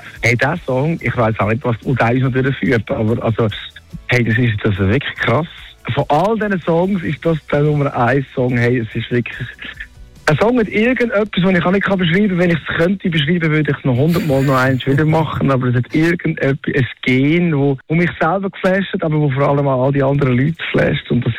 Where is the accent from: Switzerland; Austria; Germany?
Switzerland; also wir sind ja wirklich im Seetal aufgewachsen